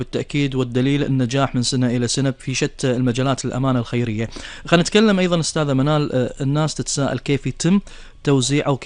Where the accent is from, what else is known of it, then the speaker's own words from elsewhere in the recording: Kuwait; عندنا بالكويت